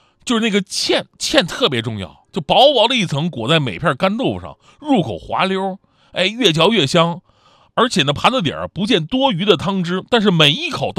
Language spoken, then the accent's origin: Chinese; Jilin, China; moved away as an adult; 我是东北的，他们问我东北哪儿啊，我说是吉林省。